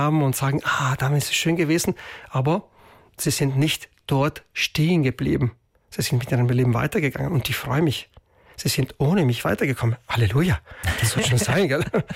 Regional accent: Merano, Trentino-Alto Adige, Italy; moved away; also born or lived in Bolzano; ich bin ein Meraner, deswegen ich bin gebürtig in Meran

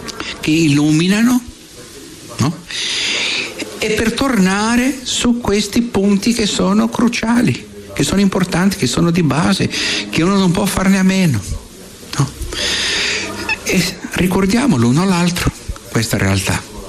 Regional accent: Brazil; Io vengo dal Brasile e ne abbiamo giù, no?

